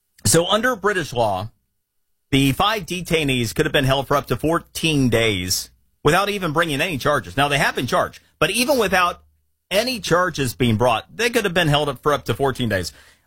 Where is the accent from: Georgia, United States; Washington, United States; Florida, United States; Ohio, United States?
Florida, United States; in my home state of Florida?